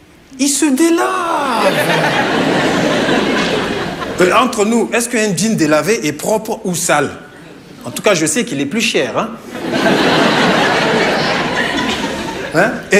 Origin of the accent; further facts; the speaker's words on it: Niger; now in France; Bon, mais ça n'empêche que même si je suis nigérien, maintenant je me fais beaucoup d'amis en France, hein, tu vois.